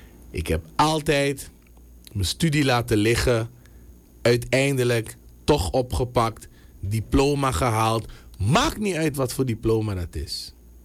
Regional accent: Suriname; wij als Surinamers, wij als mensen.

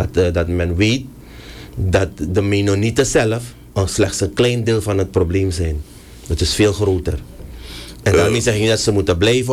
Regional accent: Suriname; En ik ben een Surinamer

